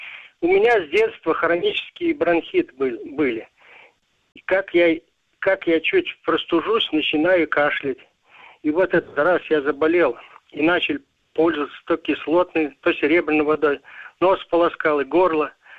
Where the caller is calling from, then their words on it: Stolbishche, Tatarstan, Russia; Мне 65 лет. Я из Столбиш, Лаишского района.